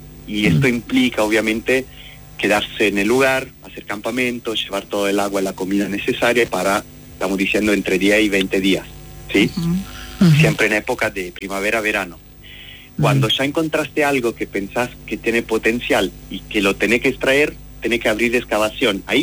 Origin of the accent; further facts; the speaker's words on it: Italy; moved away as an adult; now in Argentina; yo trabajé unos años, antes de mudarme acá en Argentina, trabajé bastante en Italia, de donde vengo, digamos, pero no había dinosaurio para mí, así que me mudé justamente acá para perfeccionarme